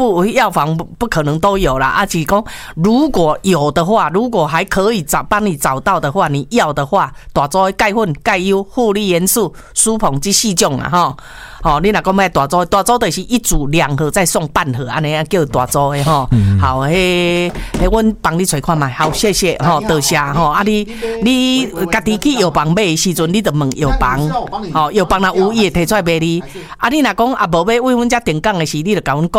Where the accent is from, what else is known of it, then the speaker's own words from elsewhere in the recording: Taiwan; 为什么我们台湾人出门都会带凤梨酥呢